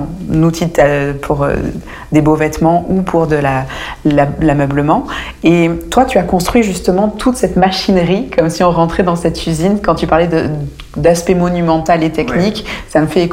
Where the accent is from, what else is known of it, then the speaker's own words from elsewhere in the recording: Auvergne-Rhône-Alpes, France; ou tout simplement chez nous en Ardèche et en Drôme